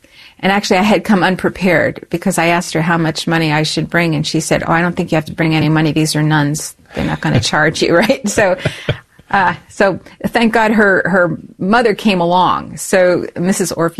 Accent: Lancaster, Pennsylvania, United States; But growing up in Lancaster, Pennsylvania, there's absolutely nothing to do, at least back in the late 60s, early 70s.

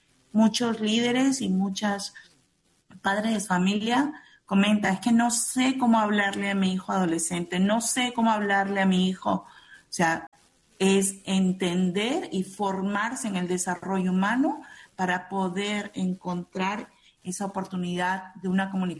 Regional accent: Peru; aprovecho para mandar un saludo a los que me están escuchando desde el Perú, que es mi tierra, ahí nací, en la parroquia de la Santísima Trinidad y San Antonio de Padua

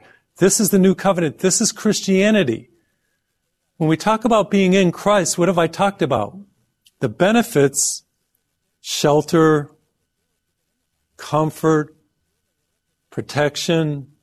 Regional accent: Massachusetts, United States; I grew up in Massachusetts, and we would have some of the coldest winters.

